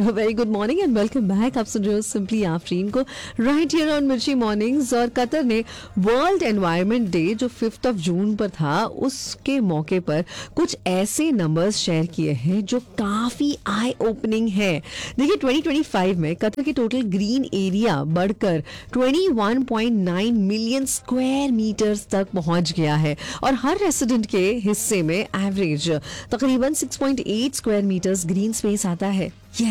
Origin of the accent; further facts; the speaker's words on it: Mumbai, Maharashtra, India; now in Qatar; यहाँ पर पेड़ पौधे कम है, क्योंकि मैं तो मुंबई से आई थी ना। But 12 years down the lane